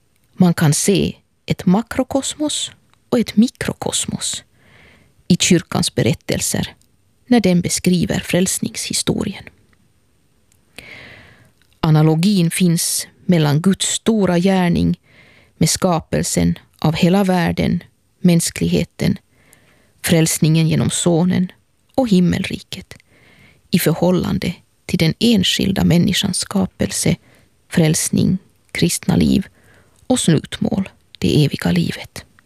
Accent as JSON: {"language": "Swedish", "town": "Helsinki", "region": "Uusimaa", "country": "Finland", "said": "och jag är från Helsingfors."}